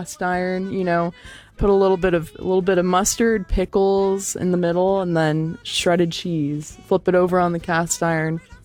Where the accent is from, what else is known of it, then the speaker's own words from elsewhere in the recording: Austin, Texas, United States; moved away; Yeah, and I'm from Austin, Texas.